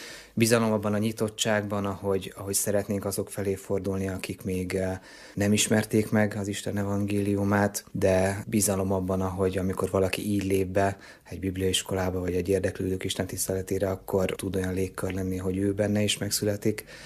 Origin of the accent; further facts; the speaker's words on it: Debrecen, Hajdú-Bihar, Hungary; én itt a Nagyerdei gyülekezetben születtem, itt kereszteltek engem, itt voltam if is.